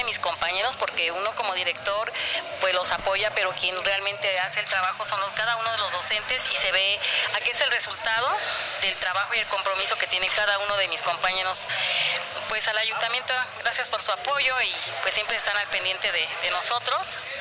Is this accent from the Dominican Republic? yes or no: no; Coyomeapa, Puebla, Mexico; Yo soy originaria y muy orgullosa de mi pueblo, es Coyomeapa, ahí nací.